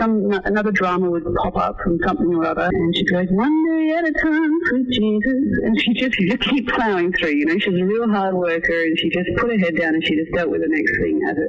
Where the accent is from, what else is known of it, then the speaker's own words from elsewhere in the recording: Victoria, Australia; moved away as an adult; also born or lived in Queensland; I'm actually from Victoria. I grew up there. I was born in the country. I was born in the country and spent 10 years in Melbourne Melbourne at uni. I spent 10 years in Queensland